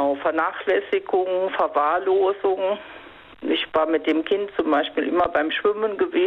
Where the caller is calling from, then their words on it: Rhineland-Palatinate, Germany; Ja, RPR Einzugsgebiet Rheinland-Pfalz.